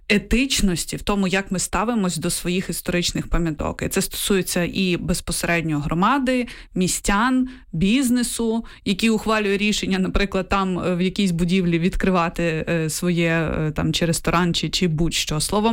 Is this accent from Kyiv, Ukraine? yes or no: yes; Kyiv, Ukraine; я от як киянка дуже багато помічаю, як люди, місцеві мешканці, ставляться до своїх пам'яток